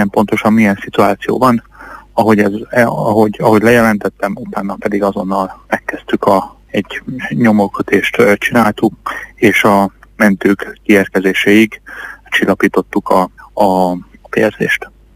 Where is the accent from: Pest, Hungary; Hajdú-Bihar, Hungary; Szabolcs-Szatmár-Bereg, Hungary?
Hajdú-Bihar, Hungary; Debrecen; debreceniként pontosan ismerve a várost